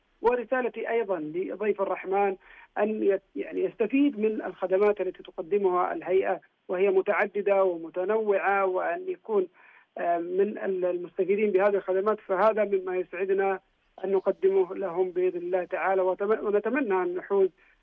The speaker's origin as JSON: {"language": "Arabic", "country": "Saudi Arabia", "said": "شرفنا الله إحنا كسعوديين أن نكون خداما للحرم"}